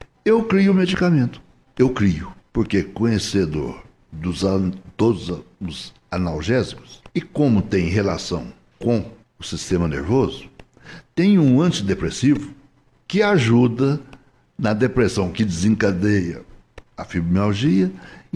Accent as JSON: {"language": "Portuguese", "region": "Minas Gerais", "country": "Brazil", "said": "Ah, sou mineiro, né?"}